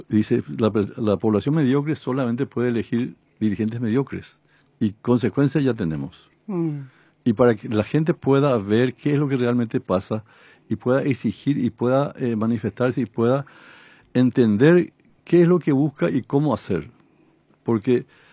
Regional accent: Piribebuy, Cordillera, Paraguay; Soy de Piribebuy.

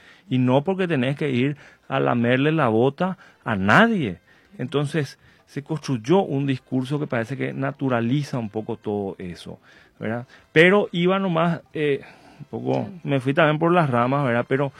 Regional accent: Paraguay

